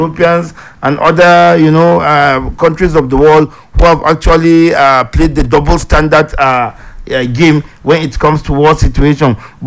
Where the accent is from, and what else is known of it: Nigeria